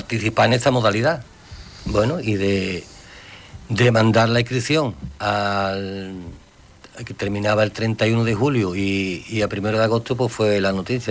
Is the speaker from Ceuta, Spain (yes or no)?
no; Morón de la Frontera, Andalusia, Spain; Sevilla, sí, pero que nosotros somos de Morón.